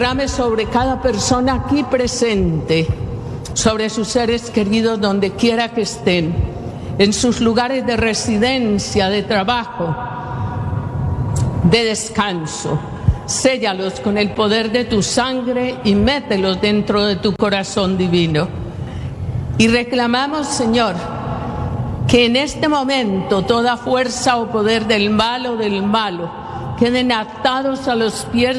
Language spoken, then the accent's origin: Spanish; Colombia; Y no solo allí en Centroamérica, aún en mi tierra, en Colombia.